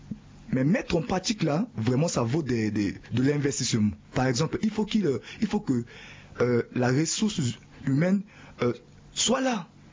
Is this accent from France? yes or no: no; Central African Republic; certes, en tant que centrafricain, je souhaite cette qualification.